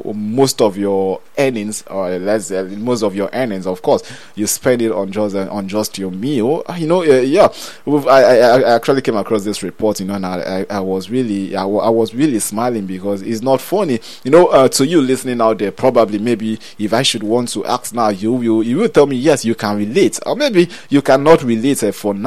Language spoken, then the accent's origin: English; Nigeria; And as a Nigerian today, you get to ask yourself questions like, you know, which of these, you know, has been made affordable for, you know, an average Nigerian?